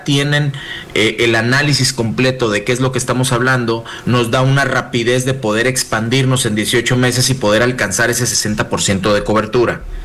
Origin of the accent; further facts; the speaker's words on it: Mexico; nuestras universidades como ingenieros mexicanos van en conjunto con estas marcas